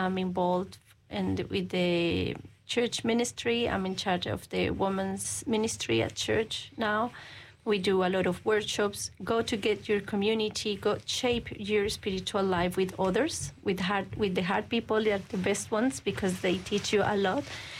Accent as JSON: {"language": "English", "country": "Chile", "second_language": "English", "moved": "yes", "lives_now": "New Zealand", "said": "I'm from Chile, but my wife is Kiwi."}